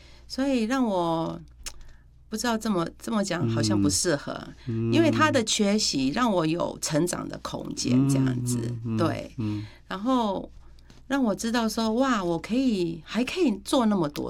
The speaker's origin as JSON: {"language": "Chinese", "country": "Myanmar", "said": "就是因为缅甸现在的状况不是很适合回去，所以我就说那等我们就是长再长大一点，然后呢那边都很就是可以回去的时候，我们一定会回去这样子。"}